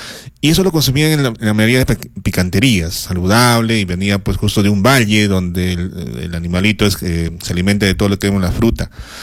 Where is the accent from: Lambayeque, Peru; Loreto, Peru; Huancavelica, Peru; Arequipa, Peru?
Arequipa, Peru; nosotros, como arequipeños, que nos sentimos como tal